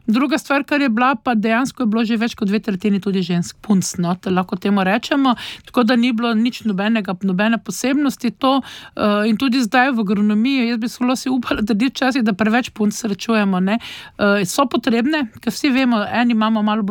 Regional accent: Ptuj, Drava, Slovenia; born there; accent: Styrian; also born or lived in Koper / Izola; sva se oba dva z bratom rodila v Kopru, potem pa nekje, ko sem bila stara 9 let, sta pa se iz določenih razlogov odločila, da se selimo čez celo Slovenijo na Ptuj nazaj, ne, tako da jaz navadno rečem, ja, vedno rečem, da sem primorka, po pa rečem, da sem čisto krni mešanec, ne, mama je Štajerka, oče je Notranj

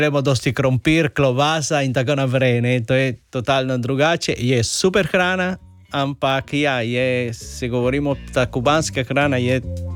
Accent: Cuba; Slovenian is a second language; moved away as an adult; now in Slovenia; Prihajam iz Kube.

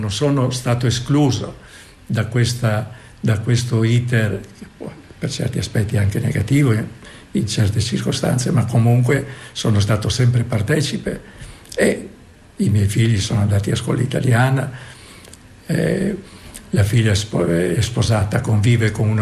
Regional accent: Buje, Istria County, Croatia; ha detto: ma lei non è piranese? No, dico, sono di Buie.

